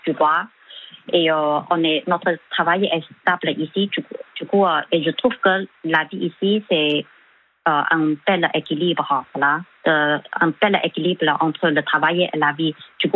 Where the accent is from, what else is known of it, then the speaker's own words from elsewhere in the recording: China; French is a second language; now in France; Et chez nous, en Chine, on n'a pas normalement, on justement fait une fête pour tout le monde.